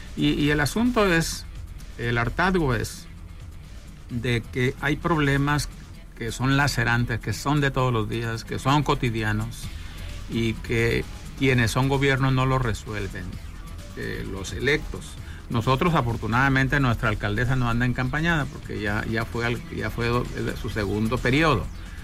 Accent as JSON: {"language": "Spanish", "country": "Mexico", "said": "lo que no hacemos nosotros como mexicanos"}